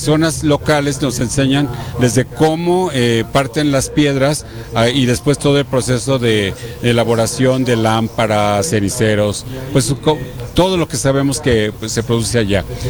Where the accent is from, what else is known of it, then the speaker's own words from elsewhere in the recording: Puebla, Mexico; nosotros como poblanos